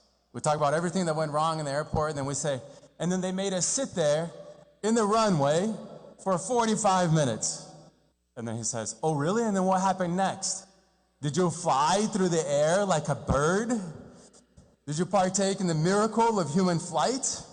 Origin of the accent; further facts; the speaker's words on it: Rio de Janeiro, Brazil; moved away; I grew up in Rio de Janeiro